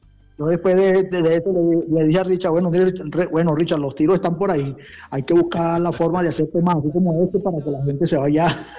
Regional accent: Panama; Panamá es mi tierra que me quiere y me adora desde hace muchísimos años.

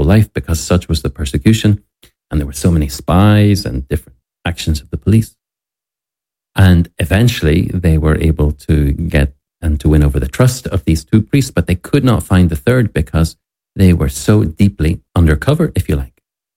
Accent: Ireland; that an Irish nun simply could not believe afterwards that I was actually from the same country as her.

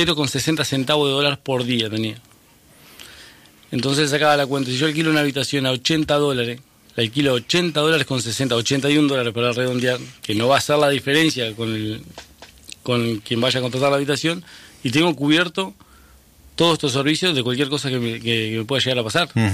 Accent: José Enrique Rodó, Soriano, Uruguay; moved away as an adult; also born or lived in Montevideo; now in Colonia, Uruguay; Yo soy oriundo de Soriano. Me fui a los 18 años, me fui a vivir a Montevideo.

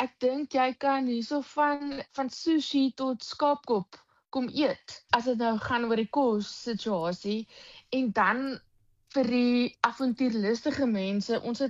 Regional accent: Darling, Western Cape, South Africa; ek het groot geword in Darling en so ek is gebore en getoe in hierdie area.

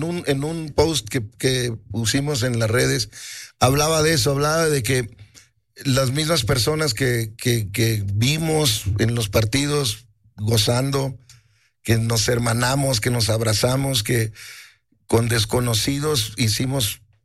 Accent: Zacatecas, Mexico; Pero me crié en Zacatecas. Desde que tengo uso de razón, mi cultura pues es mexicana 100%, traigo un mendigo nopal aquí puesto en la cara.

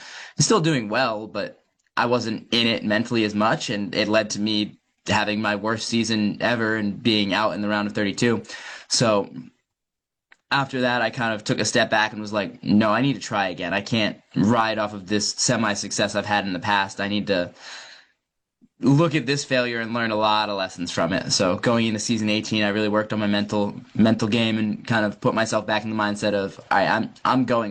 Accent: Morristown, United States; now in Connecticut, United States; Yeah, so I've lived in Morristown for almost my whole life. In January, I moved from Morristown up to Connecticut, where I work. But, yep, grew up my whole childhood in Morristown.

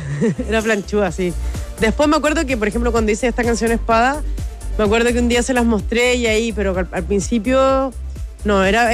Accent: Chile

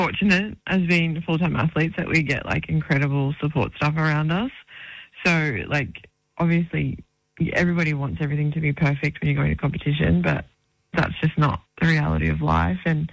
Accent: Queensland, Australia; My mob is a Willy Willy. So from central Queensland.

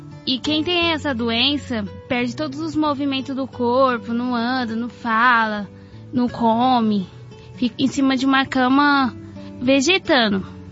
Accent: São Paulo, Brazil; eu sou do Itaí Paulista.

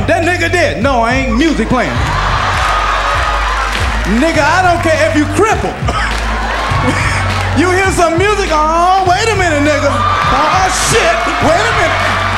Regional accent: Atlanta, Georgia, United States; I'm from Atlanta, Georgia.

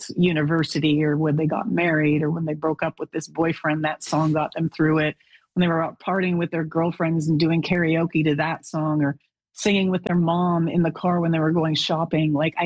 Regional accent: Alberta, Canada; So it blends growing up in Alberta, driving on black ice.

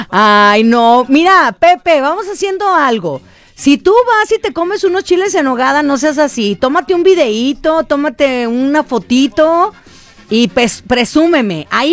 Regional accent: Mexico; somos de México.

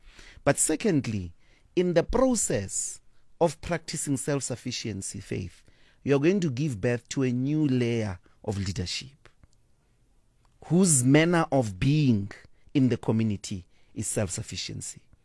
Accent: South Africa; not do it as an event, as a permanent, constant intervention of being a South African

